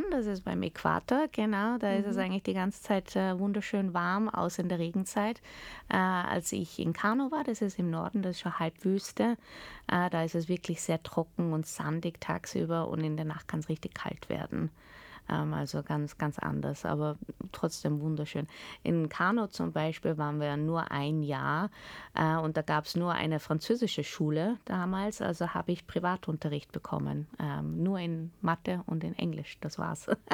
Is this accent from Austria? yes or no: yes; Austria; born there; aber wir haben immer Deutsch geredet, ich bin in Österreich geboren, ich habe in Österreich maturiert. Jetzt bin ich wieder in Österreich seit 16 Jahren, also ich bin schon viel mehr Österreicherin als Holländerin.